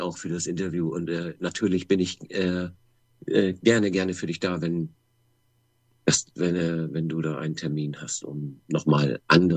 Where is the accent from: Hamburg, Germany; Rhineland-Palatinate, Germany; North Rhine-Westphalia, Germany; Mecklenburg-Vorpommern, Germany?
Hamburg, Germany; born there; Tatsächlich gebürtiger Hamburger.